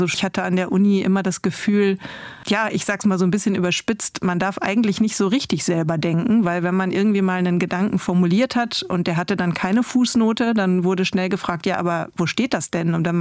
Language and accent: German; North Rhine-Westphalia, Germany; moved away; ich komme aus dem Münsterland